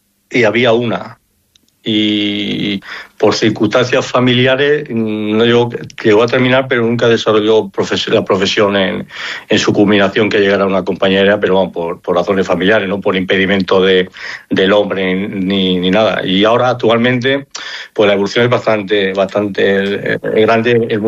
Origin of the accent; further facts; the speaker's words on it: Santa María del Berrocal, Castile and León, Spain; Ávila, abulense, de Santa María de Berrocal, y bueno, y lo sigo siendo. Sí, o sea, sigo llevando a mi pueblo en el corazón y bueno, y aunque me muevo por muchos sitios, pero bueno, mi pueblo siempre es mi pueblo.